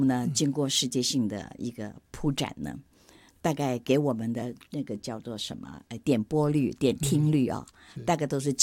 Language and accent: Chinese; Daxi, Taoyuan, Taiwan; moved away; also born or lived in Taipei; 我们是桃园人嘛，桃园大溪人